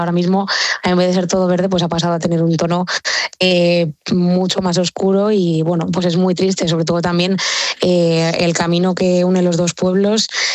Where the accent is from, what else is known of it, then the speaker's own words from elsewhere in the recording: Robledo de Chavela, Community of Madrid, Spain; also born or lived in Colmenar del Arroyo; en mi caso yo soy mitad de Robledo y mitad de Colmenar